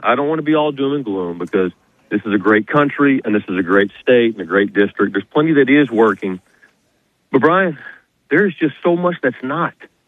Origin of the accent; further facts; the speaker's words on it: Baton Rouge, Louisiana, United States; I'm born and raised in Louisiana. I have been in the Baton Rouge area since I was about 4 or 5 years old. And first and foremost, I'm a Christian.